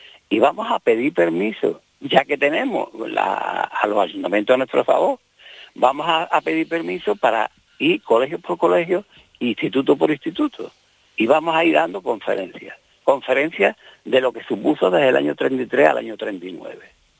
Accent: Spain

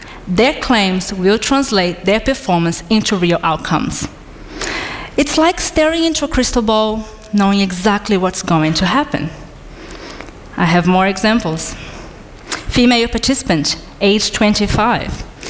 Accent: Rio de Janeiro, Brazil; my hometown, Rio de Janeiro, in Brazil.

